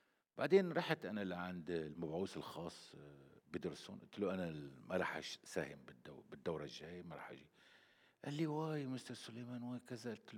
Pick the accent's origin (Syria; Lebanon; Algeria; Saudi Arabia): Syria